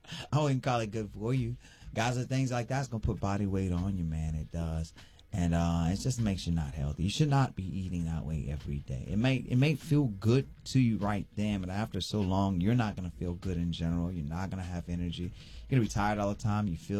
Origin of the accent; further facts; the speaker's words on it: United States; we're American.